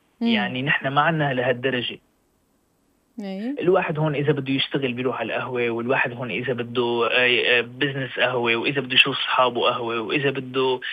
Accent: Syria; now in Tunisia; ويلاحظ من لهجتي اني انا ماني تونسي، بيقول لي من وين الاخ، بقول له والله مثلا من سوريا،

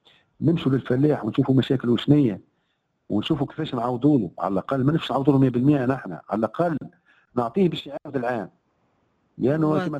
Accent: Tunisia; راني انا تونسي ومن الدوله هذه

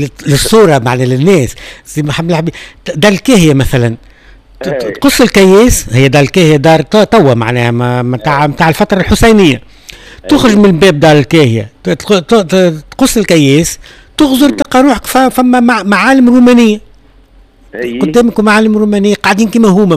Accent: Tunisia; انا كتونسي

